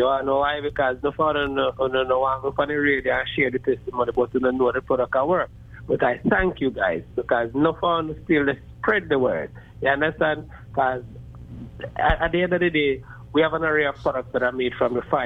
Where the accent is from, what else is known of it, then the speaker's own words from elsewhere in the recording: Jamaica; Now, back in the days, all right, growing up in Jamaica, may I always hear say, there's another name for Dukuno.